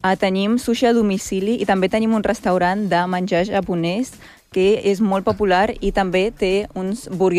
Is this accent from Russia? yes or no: yes; Moscow, Russia; Catalan is a second language; now in Spain; De Rússia, de Moscou.